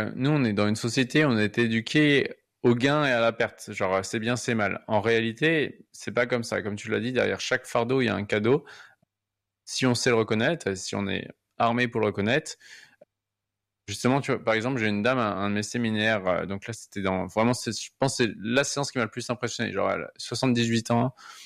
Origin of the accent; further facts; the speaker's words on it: France; Et donc, chez nous, en France, on est plus en train d'attendre que l'État va nous soutenir